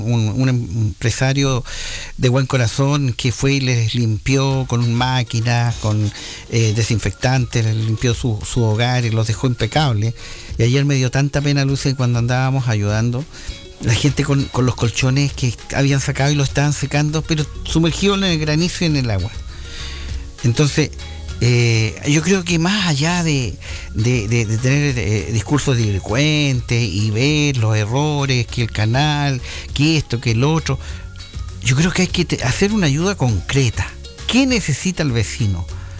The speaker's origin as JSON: {"language": "Spanish", "town": "Curacautín", "region": "Araucanía", "country": "Chile", "tie": "born or raised there", "said": "Yo, de toda la vida que vivo en Curacautín"}